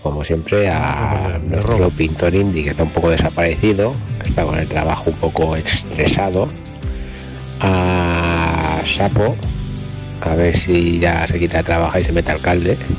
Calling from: Torralba, Spain; de Torralba.

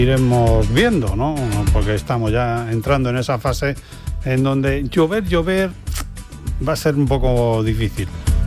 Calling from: Santo Domingo-Caudilla, Castilla-La Mancha, Spain; Buenos días … de Santo Domingo Caudilla.

